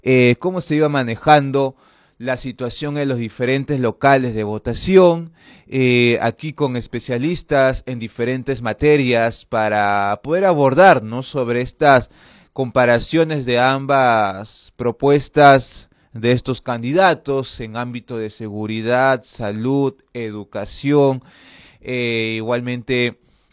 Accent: Peru; como toda peruana y peruano

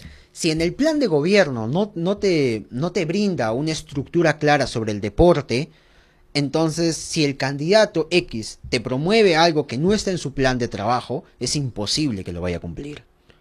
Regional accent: Peru

